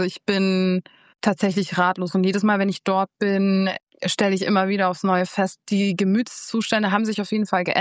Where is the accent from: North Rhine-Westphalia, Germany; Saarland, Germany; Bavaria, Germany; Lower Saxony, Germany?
Bavaria, Germany; Munich; now in Berlin, Germany; Ich bin ja in München geboren und aufgewachsen. Das heißt, das ist so, this is the city where I grew up. Und diese Stadt hat mich, ob ich möchte oder nicht, auf jeden Fall geprägt.